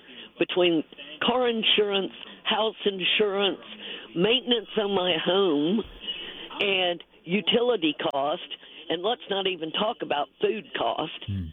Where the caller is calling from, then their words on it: Brooksville, Florida, United States; I'll be 71 in a couple of months, and I've lived in Florida since the mid-80s. I own my own home.